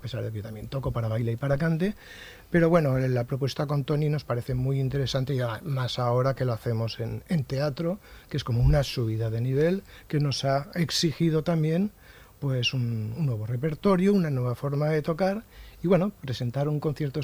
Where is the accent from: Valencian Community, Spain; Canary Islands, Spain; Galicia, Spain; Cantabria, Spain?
Valencian Community, Spain; Valencia; moved away; also born or lived in Madrid / Seville; Soy de Valencia y siempre lo tengo a gala y en honor, a pesar de haber vivido en Madrid, en Sevilla, haber actuado por todo el mundo a nivel guitarrista flamenco y haberme formado. Pero, bueno, desde hace 35 años estoy en Valencia de nuevo, que he vuelto